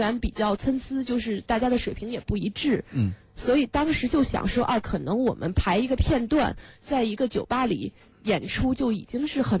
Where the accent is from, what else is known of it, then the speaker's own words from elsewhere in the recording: Beijing, China; 我是北京人，北京人说话就是你们是界饼剧社的。